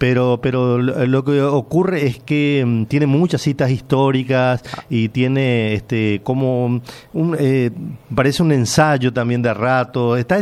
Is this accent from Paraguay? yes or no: yes; Paraguay; La historia de nuestro país